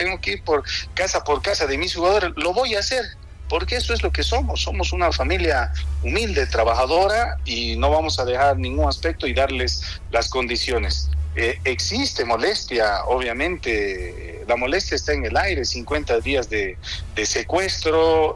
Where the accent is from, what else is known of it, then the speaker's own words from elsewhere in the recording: Bolivia; De ellos nos toca pedir disculpas, Yasmani, como bolivianos.